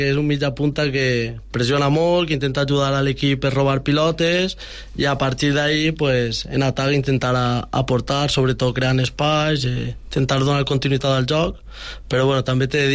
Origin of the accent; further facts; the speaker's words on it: Bocairent, Valencian Community, Spain; moved away as an adult; also born or lived in L'Olleria / Catalonia; yo soy de Bocairent, tota la vida he jugat al meu poble